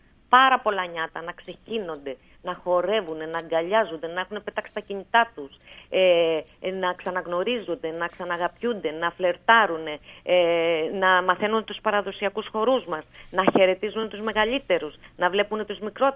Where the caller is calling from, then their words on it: Zakynthos, Ionian Islands, Greece; Το πανέμορφο αυτό νησί μας